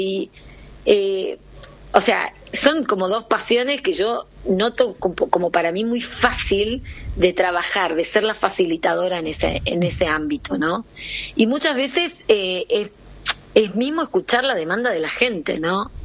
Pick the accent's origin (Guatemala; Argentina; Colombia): Argentina; Corrientes; moved away as an adult; now in Buenos Aires, Argentina; yo soy correntina, estoy viviendo acá hace 5 años, Allá tenemos el hermosísimo río Paraná. Nuestra vida circunda alrededor del río y en el río, porque hace muchísimo calor en el norte.